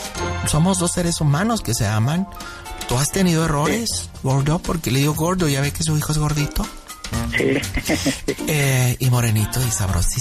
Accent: Sonoyta, Sonora, Mexico; born there; Mire, yo tengo 26 años y yo nací en Sonoita. Ahí sí. Viví hasta los 4.

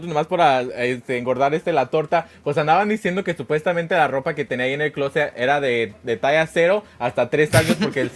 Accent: Mexico

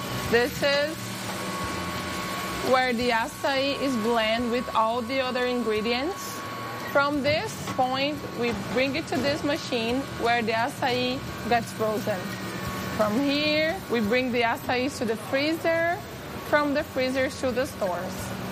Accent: Brazil; I'm from Brazil.

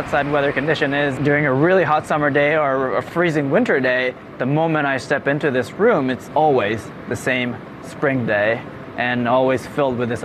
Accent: Japan; moved away as an adult; now in United States

